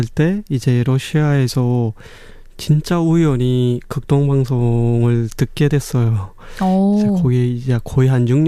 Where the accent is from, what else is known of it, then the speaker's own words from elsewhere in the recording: North Korea; now in South Korea; 제가 지금 현재 남한에서 살고 있는 이제 청년으로서 이제 제가 제 고향을 상상해 보면